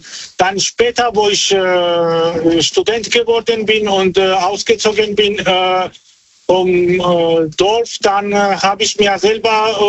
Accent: Georgia; Ich komme aus Georgien.

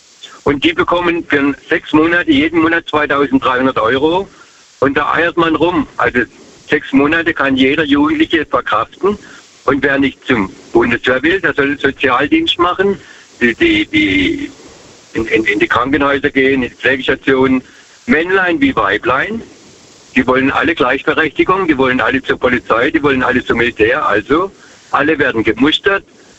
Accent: Herbolzheim, Baden-Württemberg, Germany; Herbolzheim.

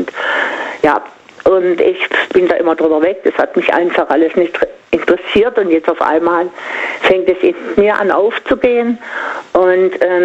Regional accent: Singen, Baden-Württemberg, Germany; ich komme ja aus Singen und die machen das schon eine ganze Weile in Klassentreffen

